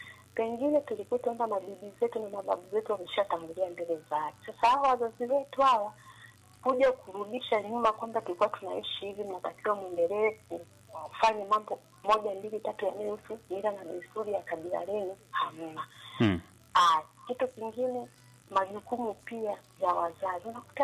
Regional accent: Tanzania; mimi wazazi wangu ni ndio mimi ni Msukuma, lakini sasa mila na desturi za Kisukuma mpaka leo hii mila zijua za juu sana, za ndani sizijui.

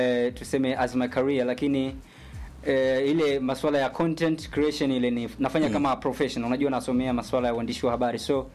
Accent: Bunda, Mara, Tanzania; Mimi natokea wapi? Natokea Mara. Bunda. Bunda ipo mkoa wa Mara, si ndivyo?

